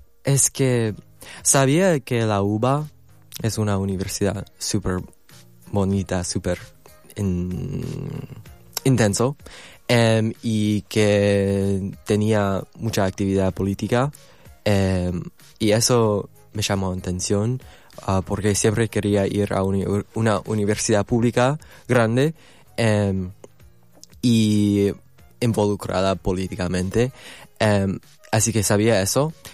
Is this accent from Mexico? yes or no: no; China; Spanish is a second language; now in Argentina; También, la verdad, como persona chino, tengo amigos en Estados Unidos